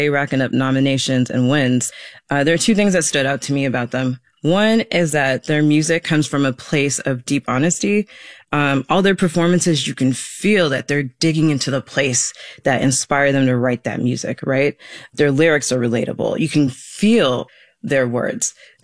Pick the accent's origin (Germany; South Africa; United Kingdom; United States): Germany; I grew up in Germany, and this was before the days of streaming. It took months for new stuff from the States to get to Europe. So I grew up on Viva, which is a German music station